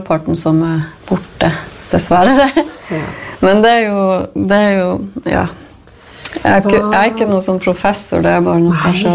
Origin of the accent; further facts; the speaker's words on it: Norway; Jag tänkte, ja, jag är ju same. Såklart har jag lov till att bo i en lavvo och gamme hvis jag vill, men i följe norske lover så har jag ju inte det då.